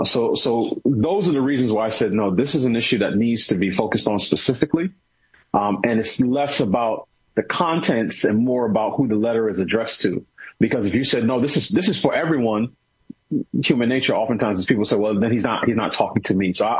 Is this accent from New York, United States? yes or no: yes; New York City, New York, United States; I grew up in New York City. You know, I went to school in college in Pittsburgh. I've been in the D.C. area now almost 20 years.